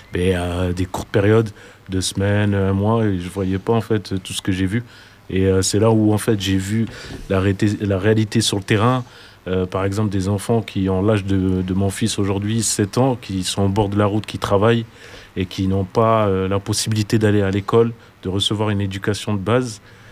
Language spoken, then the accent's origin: French; Mérignac, Nouvelle-Aquitaine, France; On est des jeunes ici de Mérignac.